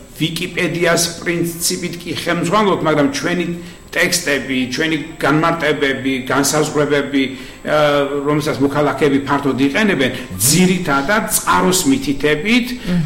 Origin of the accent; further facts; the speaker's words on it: Samegrelo-Zemo Svaneti, Georgia; მე სამეგრელოში ვიზრდებოდი, სკოლაში ვისწავლე ქართული და ძალიან უყურე სკოლას, როგორი სწავლე სკოლაში ქართულიოს, მე ორი მშობლიური ენა მაქვს ასე ვთქვათ არა.